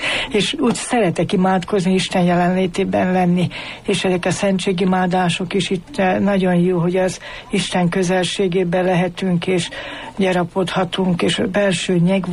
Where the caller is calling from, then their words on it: Kalász, Nitra Region, Slovakia; Mert én Nyitra mellől származok, mégpedig Kalász községből